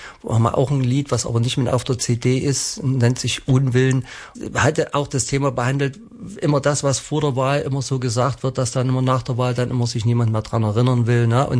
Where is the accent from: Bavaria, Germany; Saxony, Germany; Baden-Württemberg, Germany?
Saxony, Germany; Plauen; also born or lived in Chemnitz; Heimat ist ja das Vogtland, ja, ich komme aus Blauen, genau.